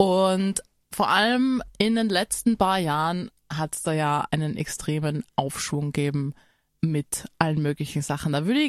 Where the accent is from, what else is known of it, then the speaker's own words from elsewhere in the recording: Innsbruck, Tyrol, Austria; wenn man als schwarze Person in einer weißen Mehrheitsgesellschaft aufwächst, wie jetzt wir in Innsbruck, surprise, surprise, wir sind schwarz